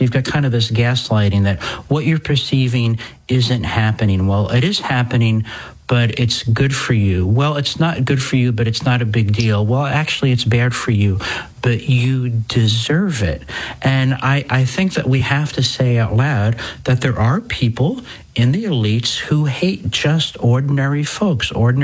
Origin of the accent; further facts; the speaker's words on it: United States; also born or lived in London; I'm an American